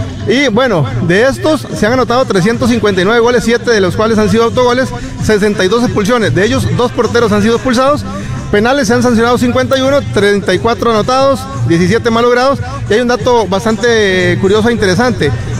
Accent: Nandayure, Guanacaste, Costa Rica; now in Jicaral, Costa Rica; No, ya estoy viviendo acá en la zona. Yo soy de Nandayure, entonces voy para el año de vivir por acá.

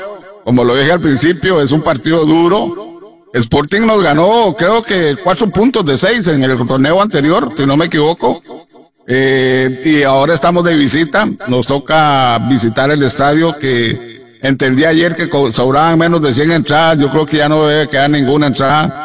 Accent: Limón, Costa Rica; O sea, eso fue muy duro para nosotros como limonenses y como costarricenses

